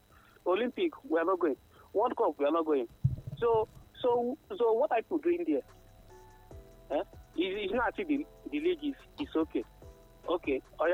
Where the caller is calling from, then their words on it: Delta, Nigeria; coming from Delta